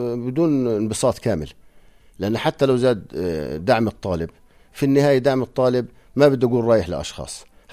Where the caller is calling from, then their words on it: Jordan; عندنا في الأردن